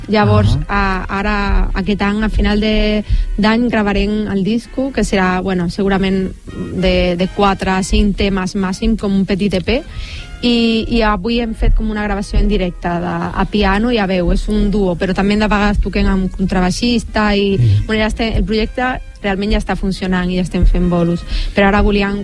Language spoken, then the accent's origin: Catalan; Málaga, Andalusia, Spain; Catalan is a second language; moved away as an adult; now in Catalonia, Spain; jo vinc de Màlaga